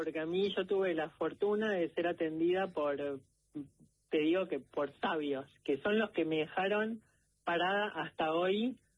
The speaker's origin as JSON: {"language": "Spanish", "country": "Argentina", "said": "Soy argentina."}